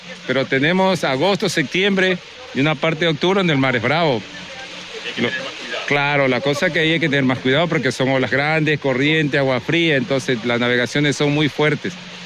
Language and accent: Spanish; Galápagos, Ecuador; born there; yo tengo muchos años. Yo nací aquí en Galápagos.